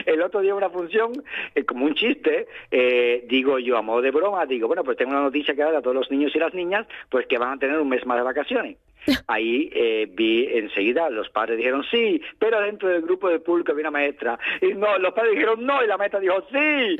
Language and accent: Spanish; Asturias, Spain; el día de Asturias, como buen asturiano, tiene que vaya y tiene que llover.